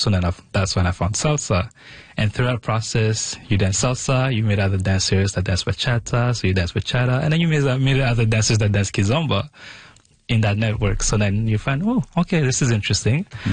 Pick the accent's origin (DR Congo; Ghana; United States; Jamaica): DR Congo; Bukavu, South Kivu; now in Canada; So living in Congo at the time, I'm from Bukavu, so it's on the eastern side of Congo.